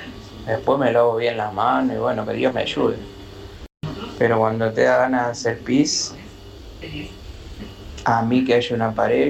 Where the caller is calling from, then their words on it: Lomas del Mirador, Buenos Aires Province, Argentina; de Lomas del Mirador.